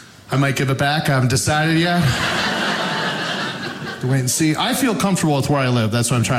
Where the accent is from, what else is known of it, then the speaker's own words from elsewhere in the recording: New Hope, Minnesota, United States; now in Robbinsdale, United States; No one ever thinks New Hope, Minnesota. But yeah, I'm from New Hope. I live in Robbinsdale now, right on the edge of North Minneapolis, which is considered a dangerous area by some.